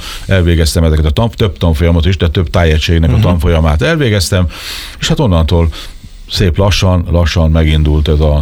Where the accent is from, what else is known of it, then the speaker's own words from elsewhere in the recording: Tapolca, Veszprém County, Hungary; Hát van kötődésem, tapolcai vagyok, tehát ott is születtem, ott is lakom, úgyhogy a Balaton felvidéknek egy gyöngyszeme a Tapolcai medence